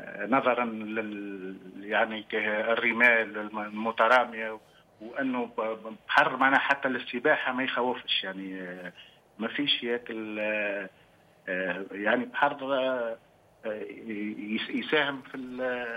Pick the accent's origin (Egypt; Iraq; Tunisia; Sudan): Tunisia; Sousse, Sousse Governorate; والله احنا سكان قدم، من مجموعه سكان قدم، معنا مئات سنين تعز علينا المنطقه نتاعنا، وسيدي عبد الحميد معنا في لمحه حر جميل جدا، معنا يربط بين ولايتين، ولايه المنستير